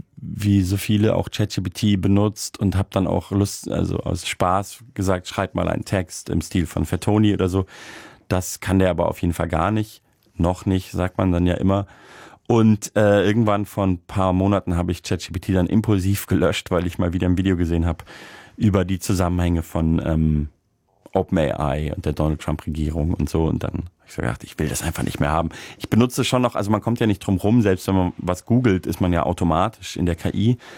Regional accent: Munich, Bavaria, Germany

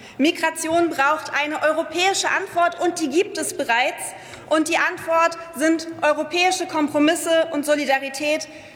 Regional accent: Saarland, Germany; als Saarländerin bin ich selbst in einer Grenzregion aufgewachsen.

